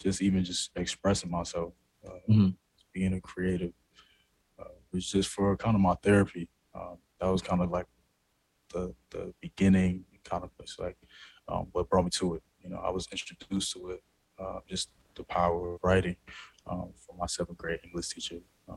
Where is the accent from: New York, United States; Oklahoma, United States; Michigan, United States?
New York, United States; born there; now in Brooklyn, United States; I'm a poet, I'm a songwriter. I was born in Harlem to two parents from originally from Bamako, Mali, West Africa.